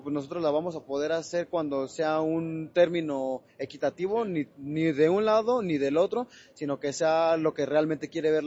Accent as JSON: {"language": "Spanish", "country": "Mexico", "said": "nosotros somos mexicanos"}